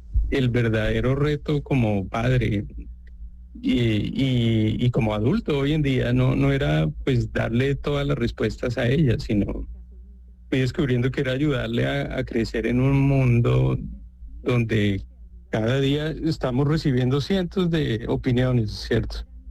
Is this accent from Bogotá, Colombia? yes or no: yes; Bogotá, Colombia; Yo soy bogotano, sí.